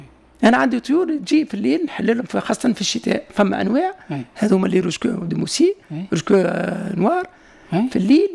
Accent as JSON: {"language": "Arabic", "country": "Tunisia", "said": "لكن الطيور هذه تعش عندنا في تونس"}